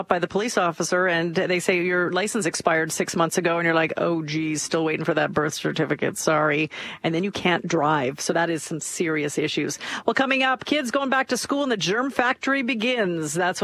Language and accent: English; Saskatchewan, Canada; born there; I was born in Saskatchewan.